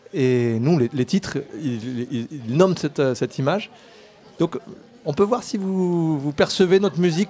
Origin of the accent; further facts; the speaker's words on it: Hauts-de-France, France; Ah, désolé, je suis picard.